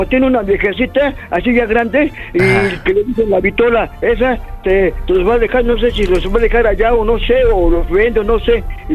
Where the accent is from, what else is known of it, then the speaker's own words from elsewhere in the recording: Mexico; Pero yo no soy de Chalco, soy de aquí, de la Morelos.